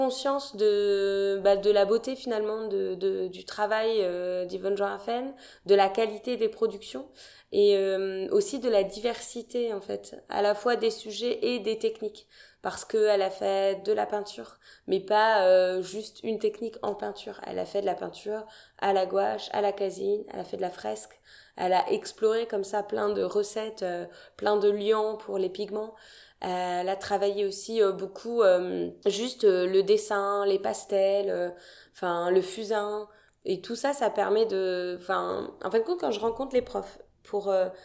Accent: Dinan, Brittany, France; je suis née à Dinan, j'ai grandi à Dinan.

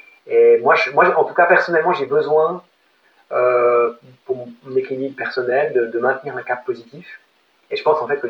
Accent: Switzerland; en Suisse, on est plus sensible aux enjeux environnementaux

